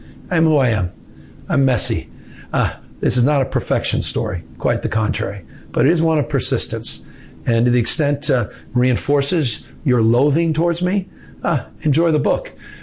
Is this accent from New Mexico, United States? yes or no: no; California, United States; You're presumably talking about my home state, $62.1 billion economic output in ag alone, more forestry jobs, more hunting jobs in my state.